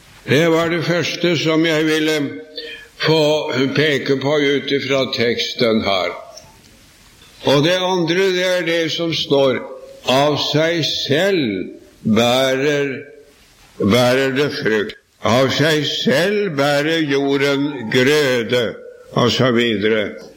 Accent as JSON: {"language": "Norwegian", "town": "Sarpsborg", "region": "Østfold", "country": "Norway", "tie": "born there", "said": "jeg minnes da ifra min aller første tid jeg gikk i ungdomsforeningen hjemme i Sarpsborg"}